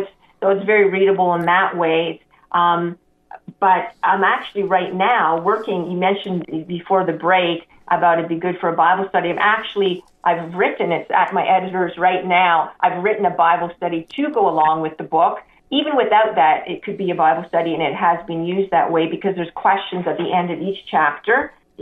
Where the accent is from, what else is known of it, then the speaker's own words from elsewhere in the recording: Canada; I'm Canadian